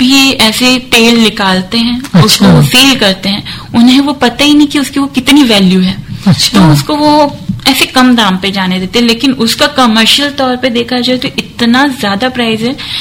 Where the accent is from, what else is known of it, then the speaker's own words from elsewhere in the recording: Lalbarra, Madhya Pradesh, India; جو جیسے ہم میں لال برہ بلاک سے ہوں تو وہاں پہ راجا بھوج کر کے منڈی ہے